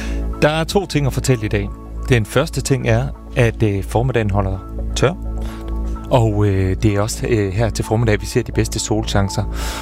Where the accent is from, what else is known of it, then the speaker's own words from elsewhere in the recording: Viborg, Central Denmark Region, Denmark; jeg er fra Midt- og Vestjylland, jeg er fra Viborg.